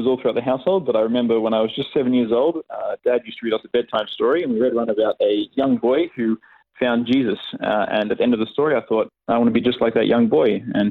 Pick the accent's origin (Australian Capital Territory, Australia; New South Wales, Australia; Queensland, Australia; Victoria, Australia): New South Wales, Australia; Sydney; also born or lived in Vancouver, Canada / United States; I was born in Canada, in Vancouver, but I flew across to Sydney when I was just 6 weeks old, and I've grown up in Australia.